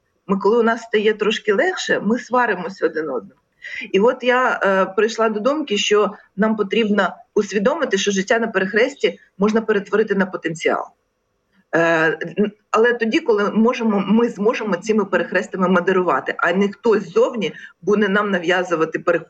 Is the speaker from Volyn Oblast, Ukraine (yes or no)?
no; Kyiv, Ukraine; я виросла на Печерську, тоді це був камерний Київ зі своїм вайбом, зі своїми особливостями